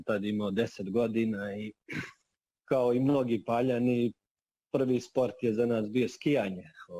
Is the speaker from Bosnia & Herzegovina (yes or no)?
yes; Sarajevo, Bosnia & Herzegovina; born there; ja sam rođen u Republici Srpskoj, to jest u Sarajevu